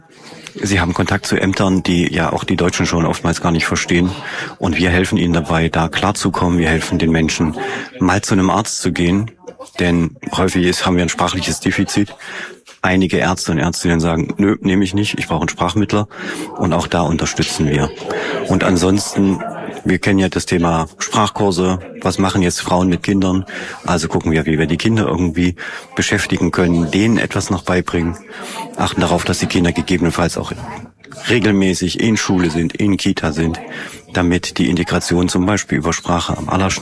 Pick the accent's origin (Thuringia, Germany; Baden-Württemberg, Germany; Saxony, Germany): Thuringia, Germany; Saalfeld; Aber ich habe in meiner Schulklasse, ich komme aus Saalfeld, mal rumgefragt, wo denn die Omas und Opas herkommen.